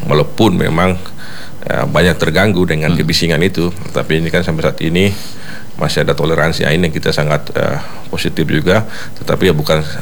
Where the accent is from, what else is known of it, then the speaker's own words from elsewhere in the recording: Jayapura, Papua, Indonesia; ini loh kita, orang Jayapura, ini loh kita, kota Jayapura.